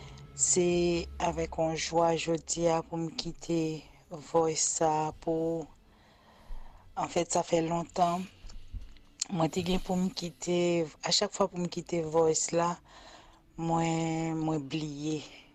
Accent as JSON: {"language": "French", "country": "Haiti", "tie": "born there", "moved": "yes", "said": "actuellement, je ne vis pas en Haïti, mais depuis me lever, je vis en Haïti"}